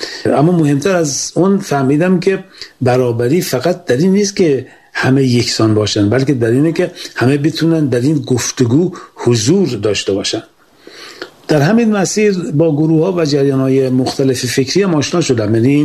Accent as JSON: {"language": "Persian", "town": "Semirom", "region": "Isfahan", "country": "Iran", "tie": "born or raised there", "said": "من در سمیرام، شهری از اطراف اصفهان به دنیا آمدم، جایی که در دهه 40 زندگی اصلا ساده و راحت نبود."}